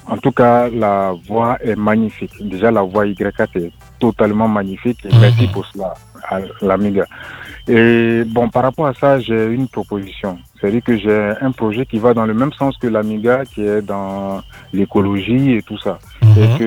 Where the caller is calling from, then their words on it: Abidjan, Côte d’Ivoire; Là, j'appelle de Faya.